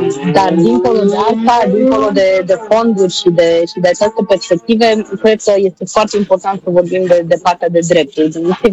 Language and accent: Romanian; Romania; born there; Orașul meu natal, de altfel, de-a lungul timpului l-am văzut cum s-a transformat